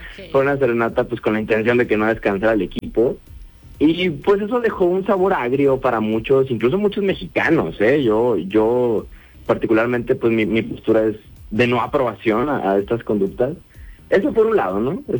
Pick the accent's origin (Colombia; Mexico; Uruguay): Mexico; y es que como mexicanos, bueno, no sé si es tema de nuestro país, pero de repente los festejos se nos salen de las manos